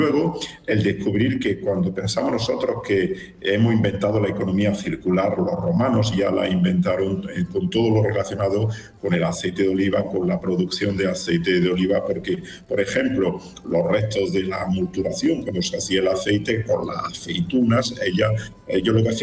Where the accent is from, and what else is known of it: Jaén, Andalusia, Spain; born there